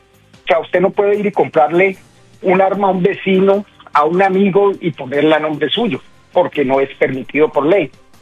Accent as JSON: {"language": "Spanish", "town": "Palmira", "region": "Valle del Cauca", "country": "Colombia", "said": "Yo soy de Palmira Valle, Colombia, obviamente. Yo tengo arma más o menos desde los 18 años en Colombia, cuando murió mi padre, que éramos agricultores y panicultores del valle."}